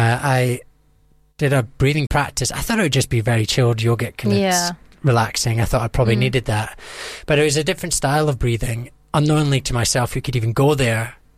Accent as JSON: {"language": "English", "region": "Scotland", "country": "United Kingdom", "said": "she was from New York, I'm from Scotland, so there is a bit of cultural differences as well"}